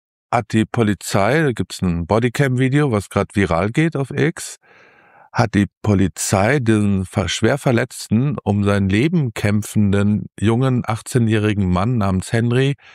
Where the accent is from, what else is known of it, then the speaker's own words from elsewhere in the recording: Hagen, North Rhine-Westphalia, Germany; ich komme ja aus Hagen, und dieses Wort wird nur in Hagen verwendet.